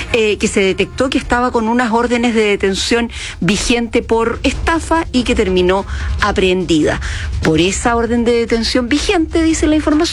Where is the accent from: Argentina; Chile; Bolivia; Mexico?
Chile; como humanos que somos, como chilenos que somos?